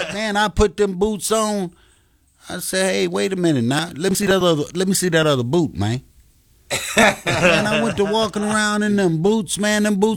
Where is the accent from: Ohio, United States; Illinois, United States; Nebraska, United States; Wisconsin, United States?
Illinois, United States; Chicago; moved away; I'm from Chicago.